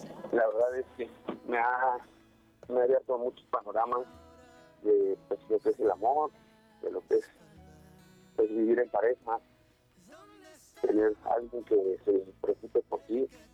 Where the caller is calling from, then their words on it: Ixtapaluca, State of Mexico, Mexico; De Iztapaluca.